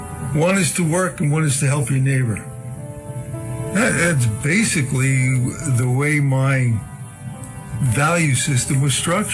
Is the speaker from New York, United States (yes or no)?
yes; Long Island, New York, United States; I was born and raised in Long Island.